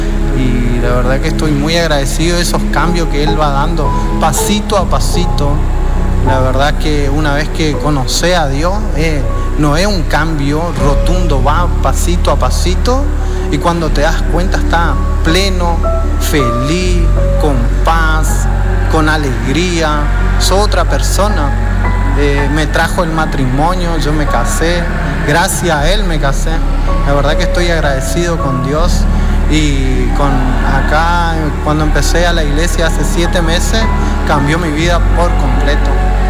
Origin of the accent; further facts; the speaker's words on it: Paso de los Libres, Corrientes, Argentina; moved away as an adult; now in Chaco, Argentina; yo soy de Paso de los Libres